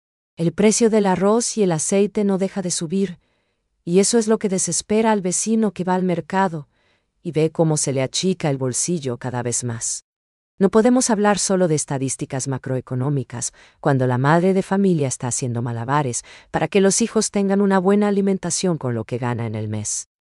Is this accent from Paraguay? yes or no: yes; Paraguay